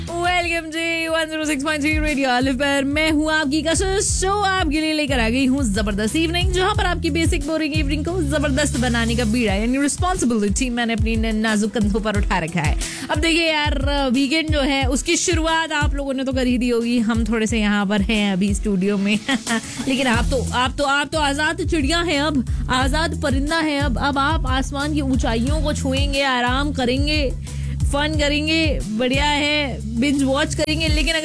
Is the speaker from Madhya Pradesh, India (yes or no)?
yes; Bhopal, Madhya Pradesh, India; now in Qatar; And मैं भोपाल से हूँ.